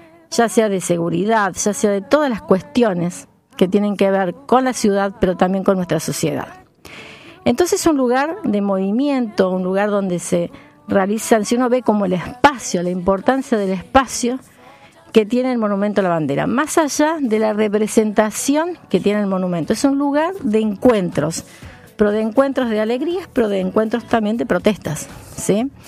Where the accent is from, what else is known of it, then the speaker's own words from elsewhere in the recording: Argentina; naciendo en este suelo argentino